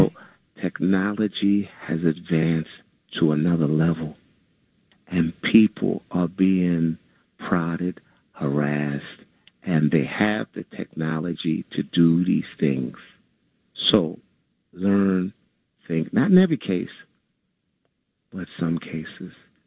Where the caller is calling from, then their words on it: New York City, New York, United States; I'm calling from Brooklyn.